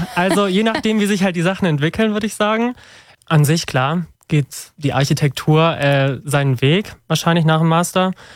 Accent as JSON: {"language": "German", "town": "Filderstadt", "region": "Baden-Württemberg", "country": "Germany", "said": "ich bin 24 Jahre alt, komme aus der Nähe von Stuttgart. Ich sag immer Filderstadt, oben da, wo der Flughafen ist."}